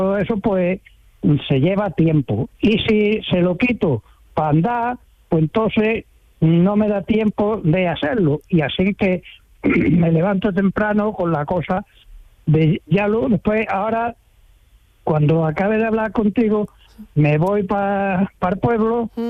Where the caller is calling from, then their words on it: Guadalcanal, Andalusia, Spain; Ahora mismo estoy en una parcelita que tengo a 3 kilómetros de Guadalcanal, de provincia de Sevilla.